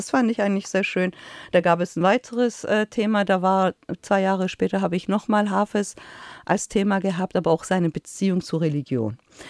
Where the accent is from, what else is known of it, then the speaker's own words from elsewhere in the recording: Iran; also uns hat, also mir persönlich als Iranerin hat die Anteilnahme sehr gefehlt.